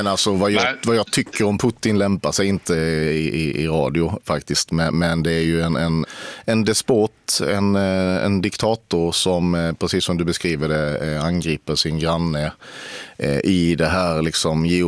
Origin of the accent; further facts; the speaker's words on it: Sweden; jag som svensk